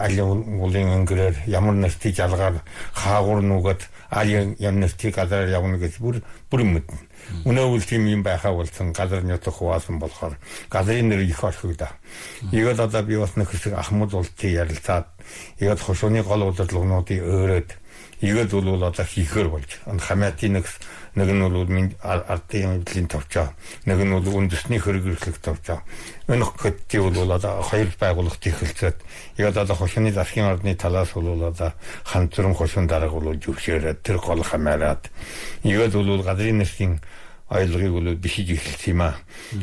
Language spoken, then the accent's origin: Mongolian; Inner Mongolia, China; Нэг манай нэг үндэстэн ястны бол одоо 1734 оноос баг 8 хошуу хөлөмбөрийн тал нутагт ирээд одоо ихэд орогнон суугаад 280 гэдэг жил болж байна. Одоо 290 шахуу жил болж байна.